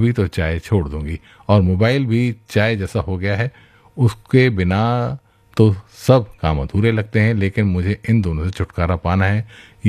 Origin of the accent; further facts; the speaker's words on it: Ghaziabad, Uttar Pradesh, India; मैं गाज़ियाबाद से हूँ।